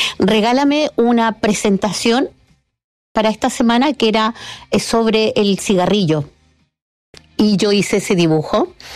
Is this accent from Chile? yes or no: yes; Parral, Maule, Chile; born there; Pero hace muchos años, yo nací en Parral.